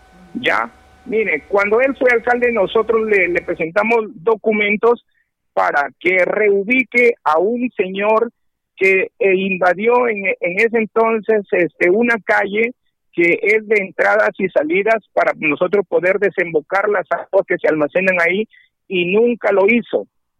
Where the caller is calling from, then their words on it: Peru; Le hablo de Pueblo Joven Federico Villarreal.